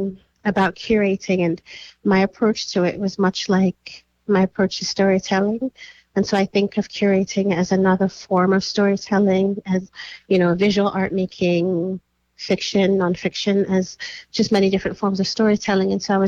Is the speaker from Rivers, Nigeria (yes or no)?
no; Lagos, Nigeria; moved away as an adult; now in Halifax, Canada; I've lived since I was 23 years old. I come from Nigeria. I was born and raised in Lagos.